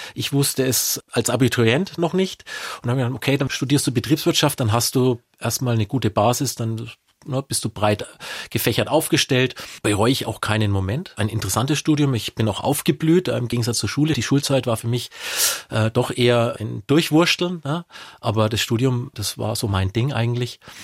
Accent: Nuremberg, Bavaria, Germany; ich bin in Nürnberg im Knoblauchsland aufgewachsen.

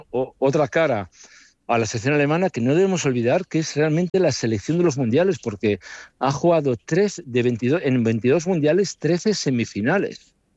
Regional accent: Spain; Y yo soy español y alemán. Entonces, voy con España, claramente.

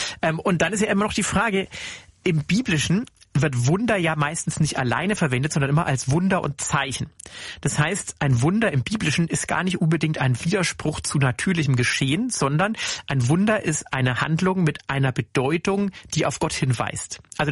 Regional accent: Hof, Bavaria, Germany; Nur Hof an der Saale, wo ich groß geworden bin, da gibt's das leider nicht im Krankenhaus, da gibt's keine Neurochirurgie, ist halt ein kleineres Provinzkrankenhaus.

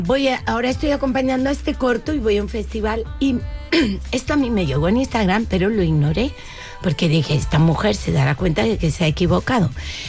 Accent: Canary Islands, Spain; yo soy canaria.

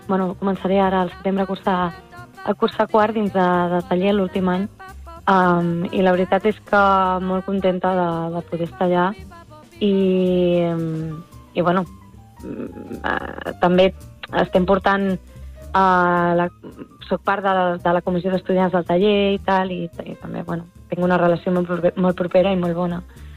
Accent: Menorca, Balearic Islands, Spain; moved away; Jo sóc de Menorca

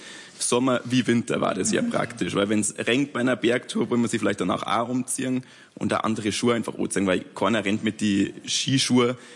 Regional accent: Lenggries, Bavaria, Germany; ich bin aus Lenggries

